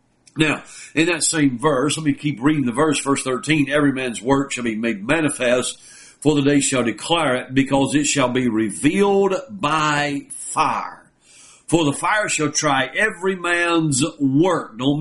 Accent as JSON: {"language": "English", "country": "United States", "said": "I am an American citizen"}